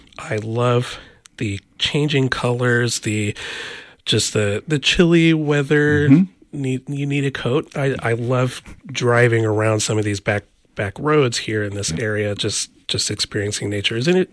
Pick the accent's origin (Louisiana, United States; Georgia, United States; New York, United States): Georgia, United States; also born or lived in Texas; now in Traverse City, United States; I grew up in Georgia, lived in Texas for a while